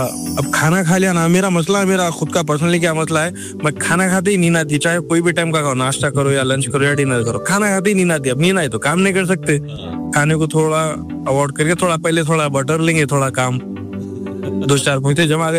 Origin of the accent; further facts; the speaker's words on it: Hyderabad, Telangana, India; moved away; میں انڈیا حیدرآباد سے ہوں, حیدرآباد پرانے شہر سے ہوں, دکن حیدرآباد سے.